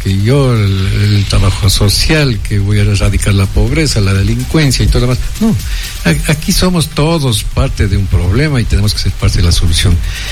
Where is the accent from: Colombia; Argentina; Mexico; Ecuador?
Ecuador; Ibarra, Imbabura; yo soy un ibarreño querendón de mi tierra y mi familia así lo ha sido